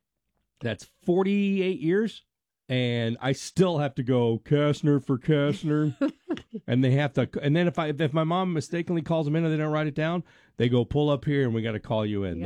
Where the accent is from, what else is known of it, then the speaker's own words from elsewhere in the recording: Hot Springs Village, Arkansas, United States; moved away; She and I grew up in Hot Springs Village, everybody.